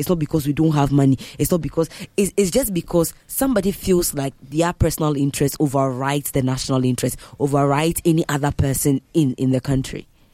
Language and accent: English; Ghana